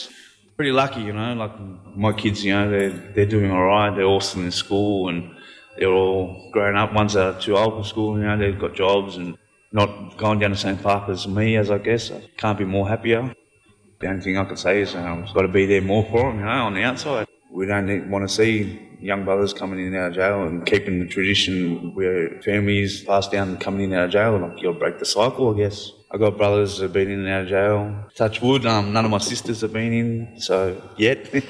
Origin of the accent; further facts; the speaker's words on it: Sydney, New South Wales, Australia; My dad grew up La Perouse and born and raised in Liverpool area.